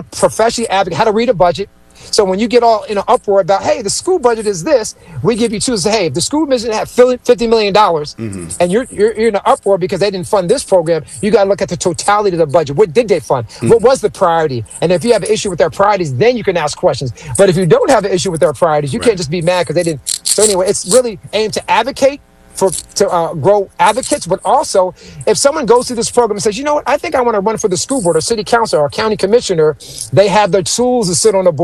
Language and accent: English; Allentown, Pennsylvania, United States; a neighborhood I was raised in Allentown.